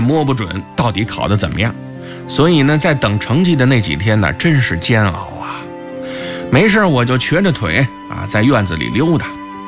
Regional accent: Feicheng, Shandong, China; 这个肥城就是我老家啊。

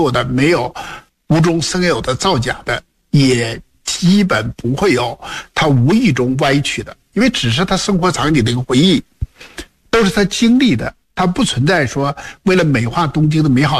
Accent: Northeast China, China; 但我们东北人也是中国人，不要以为东北人就不是中国人，我们都是中华民族

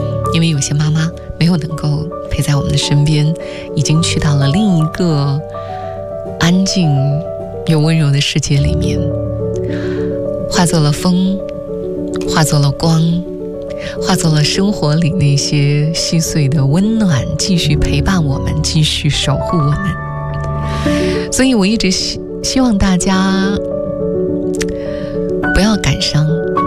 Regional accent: China; 我们中国人

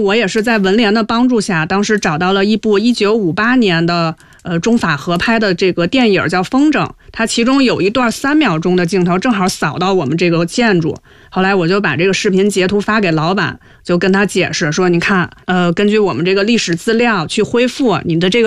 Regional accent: Beijing, China; 我也是北京长大的小孩呀

